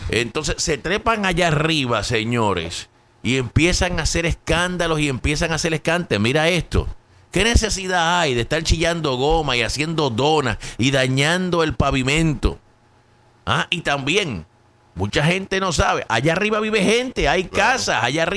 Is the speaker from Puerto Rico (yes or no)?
yes; Caguas, Puerto Rico; now in Pennsylvania, United States; yo soy de Cagua